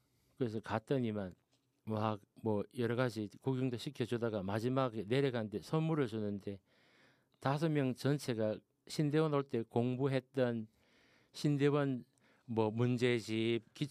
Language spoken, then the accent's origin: Korean; Daegu, South Korea; 새마을 타고 제 고향인 대구로 그때 내려왔는데